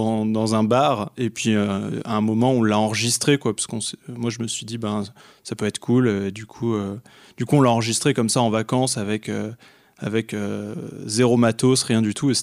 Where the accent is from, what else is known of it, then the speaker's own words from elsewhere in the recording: Reims, Grand Est, France; moved away as an adult; now in Paris, France; je viens de Reims